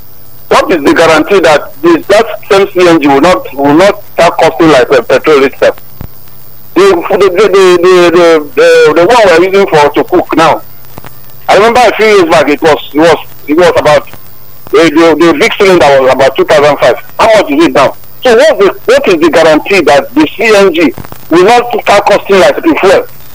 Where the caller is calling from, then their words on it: Nigeria; I'm calling from Mapuluku.